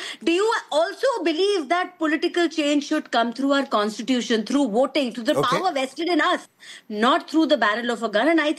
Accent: India; And every single Independence Day, the pride I feel at being an Indian, it is unmatched.

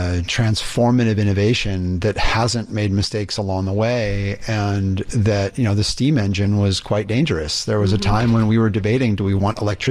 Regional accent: Indiana, United States; look, I'm a skateboarder from Indiana.

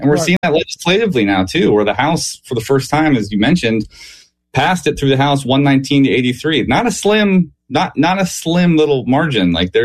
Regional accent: Pittsburgh, Pennsylvania, United States; I grew up in Pittsburgh, still live here.

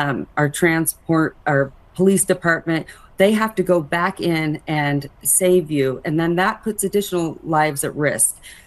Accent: Reno, Nevada, United States; I was born and raised here in Reno, and I have never seen anything of this magnitude.

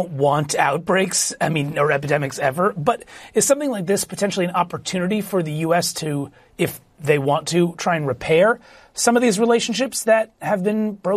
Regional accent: Philadelphia, Pennsylvania, United States; We're taking a lovely look at Philadelphia. A little wet this morning, my hometown.

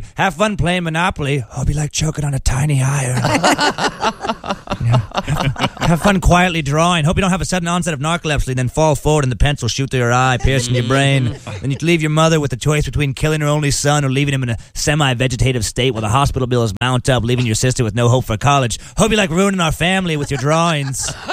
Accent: Riggins, Idaho, United States; Growing up outside of Riggins

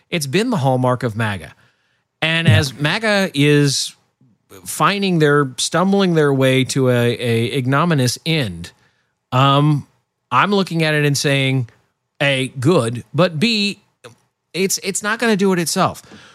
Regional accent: Nebraska, United States; when I grew up in Nebraska especially, There was a little bit of townie versus outsider.

